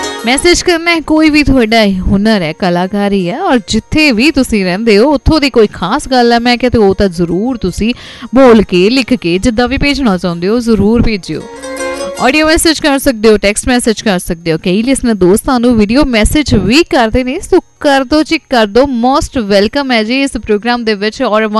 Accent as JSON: {"language": "Punjabi", "region": "Punjab", "country": "India", "accent": "Doabi", "said": "ਅਸੀਂ ਦੁਆਬੇ ਵਾਲੀ ਸਾਈਡ ਰਹਿੰਦੇ ਹਾਂ, ਦੁਆਬੀ ਭਾਸ਼ਾ ਬੋਲਦੇ ਹਾਂ"}